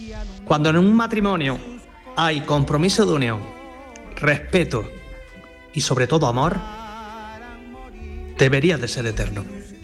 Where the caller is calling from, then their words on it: El Ejido, Andalusia, Spain; Buenas tardes, Andalucía, desde Elegido, Almería.